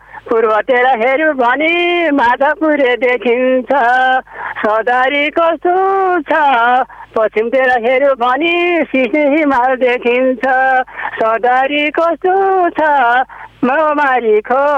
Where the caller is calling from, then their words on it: Pyuthan, Lumbini Province, Nepal; त्योथान सर्गोदय नगरपालिका २ गैरीको